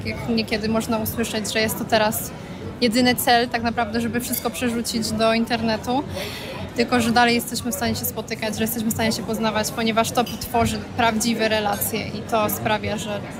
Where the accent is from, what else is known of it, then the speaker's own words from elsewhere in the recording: near the German border, Poland; pochodzę z miejscowości blisko granicy z Niemcami, ale wydaje mi się, że wciąż jest jakiś niewykorzystany potencjał w tym regionie.